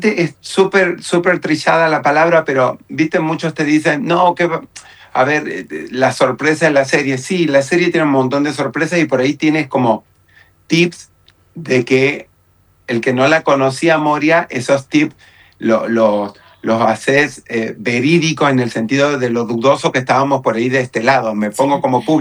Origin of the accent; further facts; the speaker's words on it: Bandera, Santiago del Estero, Argentina; moved away as an adult; Soy de Bandera, Santiago del Estero.